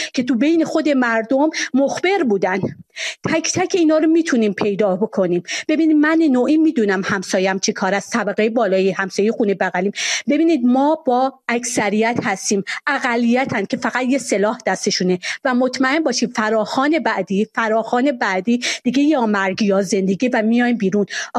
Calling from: Iran

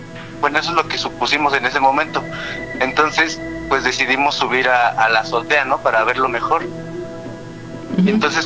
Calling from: Toluca, State of Mexico, Mexico; Desde Toluca

